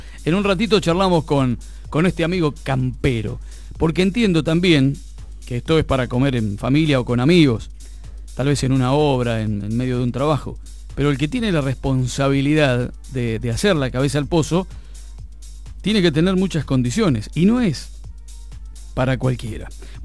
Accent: Argentina; Así somos los argentinos.

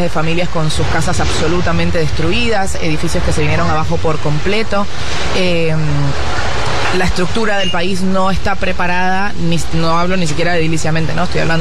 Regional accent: Venezuela; moved away; en Argentina somos muchos los venezolanos

